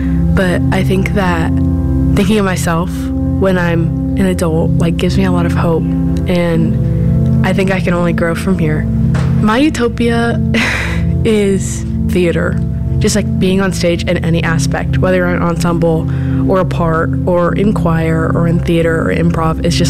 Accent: Indianapolis, Indiana, United States; I'm from Indianapolis.

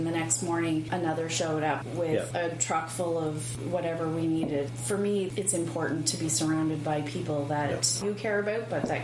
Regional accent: Brampton, Ontario, Canada; also born or lived in Newfoundland, Canada; I'm a city girl. I'm from Newfoundland, but I was raised in Ontario in Brampton, almost downtown Brampton.

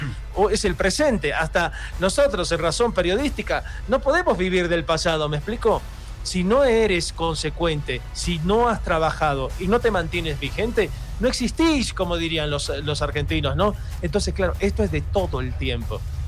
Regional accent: Bolivia; somos bolivianos

